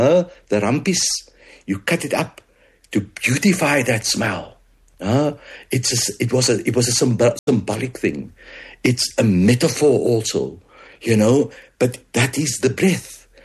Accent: Cape Town, Western Cape, South Africa; born there; now in Johannesburg, South Africa; I was born in District 6

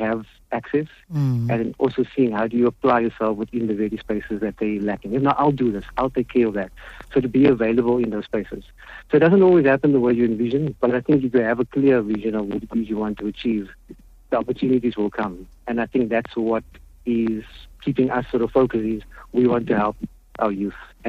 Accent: Cape Town, Western Cape, South Africa; I'm from Athlone, from Thornton Road, I went to Sunnyside Primary. So that is where I grew up. I'm 51 years old, so I understand the dynamics on that area.

